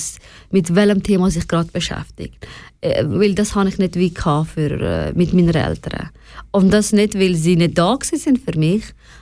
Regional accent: Switzerland; Ich meine, ich sehe mich halt auch als Schweizerin

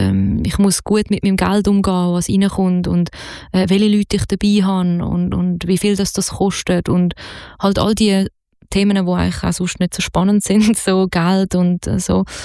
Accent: Zurich, Switzerland; Also natürlich, ich meine, ich bin aus Zürich, aber ich glaube grundsätzlich, also ich höre ja auch Mundart von mit anderem Dialekt und fühle mich angesprochen.

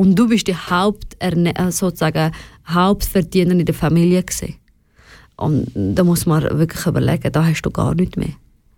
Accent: Switzerland; Ich meine, ich sehe mich halt auch als Schweizerin.

